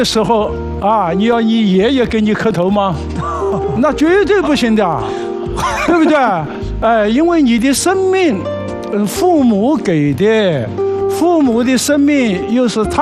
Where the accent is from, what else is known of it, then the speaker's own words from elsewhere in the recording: China; 我们中国人不祈祷。